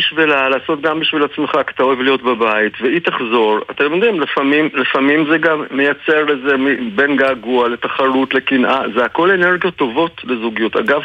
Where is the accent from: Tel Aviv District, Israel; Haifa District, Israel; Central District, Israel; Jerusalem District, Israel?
Jerusalem District, Israel; Jerusalem; אני גדלתי בירושלים